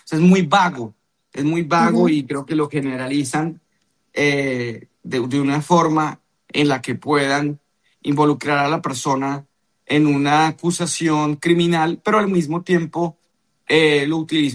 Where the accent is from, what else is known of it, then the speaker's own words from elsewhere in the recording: Colombia; soy un colombiano más